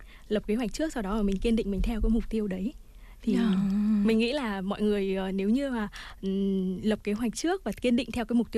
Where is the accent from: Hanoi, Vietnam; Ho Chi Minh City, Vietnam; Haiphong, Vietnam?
Haiphong, Vietnam; moved away as an adult; also born or lived in Busan, South Korea; mình sinh ra lớn lên ở Hải Phòng thì cũng là thành phố cảng